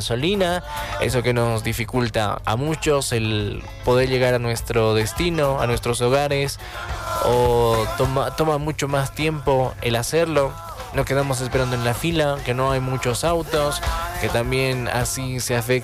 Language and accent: Spanish; Bolivia